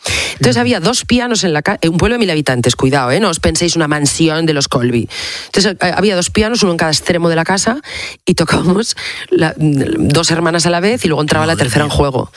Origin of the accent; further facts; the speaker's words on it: Salas, Asturias, Spain; Mi pueblo mola un montón, pero hace 40 años era una cosa, a ver, muy chiquitilla. O sea, yo a los chavales se lo cuento o en las entrevistas lo hablo. Asturias, hace 40 años, bueno, España, pero Asturias es que, hijo, ya teníamos el Huerna, no teníamos autovía.